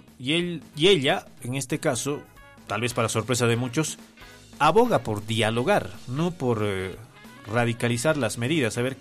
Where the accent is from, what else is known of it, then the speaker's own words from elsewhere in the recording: Potosí, Bolivia; soy potosino y estaba movilizado también apoyando esto por reivindicaciones propias de mi región.